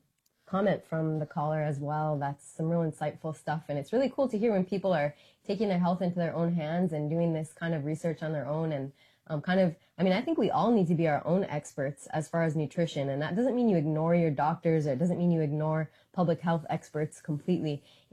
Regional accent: Northern Plains, United States; I'm from the Northern Plains, so how I can't eat a bison diet in the way that my ancestors did

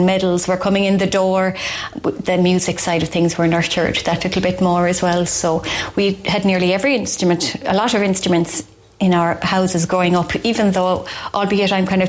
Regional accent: Clare, Munster, Ireland; I was born in Clare, raised in Clare. Both of my parents, Alan, are from Clare. And my mother is from Knockalock in Kilmahel.

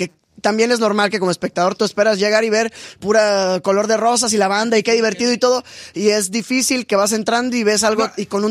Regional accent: Valle de Bravo, State of Mexico, Mexico; y vivía en Valle de Bravo, el pueblo ahí cerca del Estado de México.

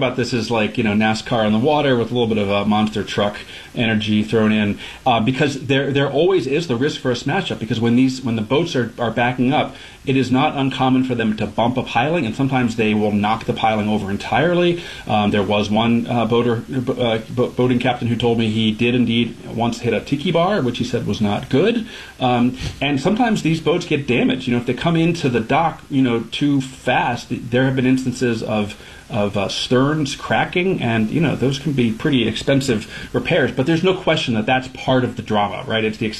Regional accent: Maryland, United States; Yeah, I didn't realize it either, and I'm from Maryland.

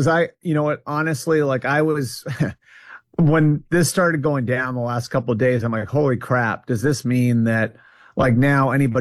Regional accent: Northeast, United States; quite frankly, I'm from the Northeast

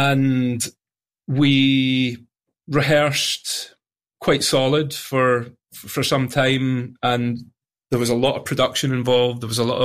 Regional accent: Scotland, United Kingdom; growing up in Scotland, I hadn't been that exposed to previously.

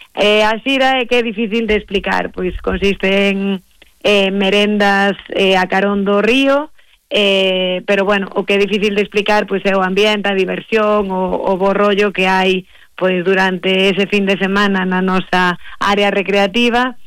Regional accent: Vilalba, Galicia, Spain; así é algo como moi vilalbés, que todos os que somos de alí, pois lle temos ese cariño especial

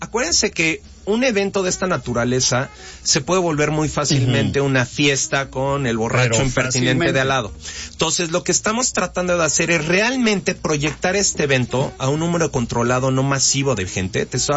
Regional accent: Mexico; yo como mexicano dirigiendo las Américas

